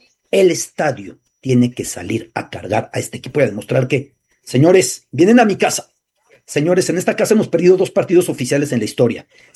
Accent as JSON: {"language": "Spanish", "region": "Mexico City", "country": "Mexico", "said": "con todo y que soy de la Ciudad de México"}